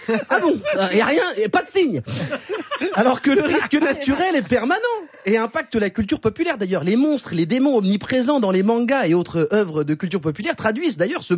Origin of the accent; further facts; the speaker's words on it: Vaulx-en-Velin, Auvergne-Rhône-Alpes, France; born there; moi je suis né à Vaux-en-Velin, l'escape game, il a commencé à ma naissance, j'y suis encore.